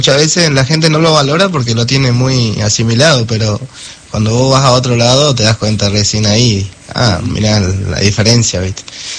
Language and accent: Spanish; Paraguay; now in La Pampa, Argentina; en mi país se relaciona a la Argentina con más como con el porteño